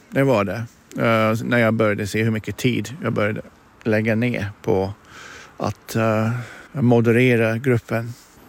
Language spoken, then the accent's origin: Swedish; England, United Kingdom; Swedish is a second language; now in Sweden; Jag är från England.